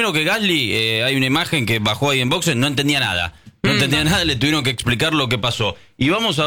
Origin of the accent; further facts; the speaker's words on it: Argentina; él tiene que entender que así somos los argentinos, porque es italiano, ¿no?